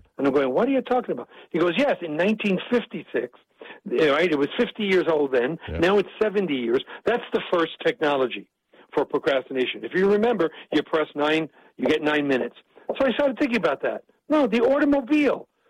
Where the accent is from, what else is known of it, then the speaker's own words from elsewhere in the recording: New York, United States; I talk fast. I'm from New York, so I can do this.